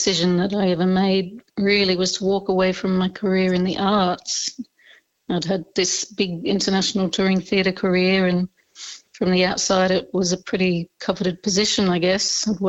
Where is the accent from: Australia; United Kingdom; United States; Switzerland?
Australia; Melbourne, Victoria; also born or lived in Bellingen, New South Wales; I am from Naarm, Melbourne, living down here now. I was an old Bellingen local when I was just a little thing.